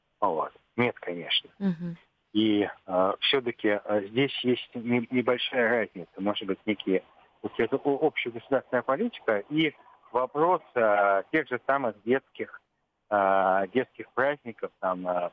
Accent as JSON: {"language": "Russian", "region": "Saint Petersburg", "country": "Russia", "said": "Я из Санкт-Петербурга"}